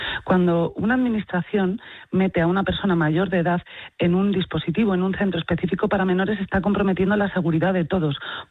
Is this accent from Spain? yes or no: yes; Spain; somos muchos los españoles que estamos preocupados por esta situación.